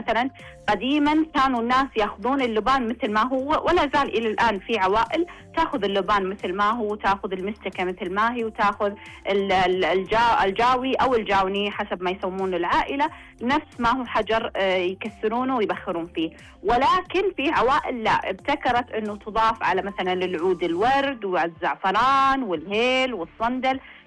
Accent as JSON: {"language": "Arabic", "country": "Saudi Arabia", "said": "عندنا في السعودية"}